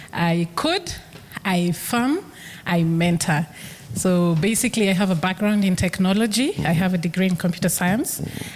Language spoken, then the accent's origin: English; Kirinyaga County, Kenya; moved away as an adult; now in Nairobi, Kenya; I grew up in Moya, which means I had the best quality of rice growing up. Then I moved to Nairobi